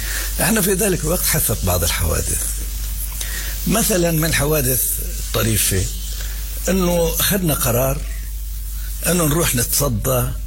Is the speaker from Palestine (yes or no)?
yes; Jerusalem, Palestine; أنا من القدس. هو من الخليل، في جمهور خليلي،